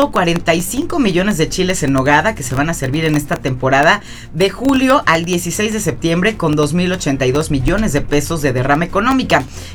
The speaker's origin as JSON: {"language": "Spanish", "country": "Mexico", "said": "Somos los mexicanos."}